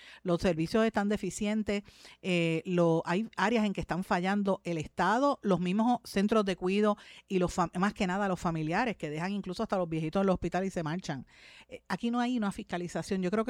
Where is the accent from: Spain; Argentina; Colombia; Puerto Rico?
Puerto Rico; Yo soy puertorriqueña ante todo, yo amo a mi país.